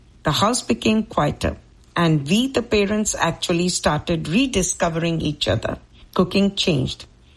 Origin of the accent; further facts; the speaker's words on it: California, United States; from California, USA. I'm a mother of two boys.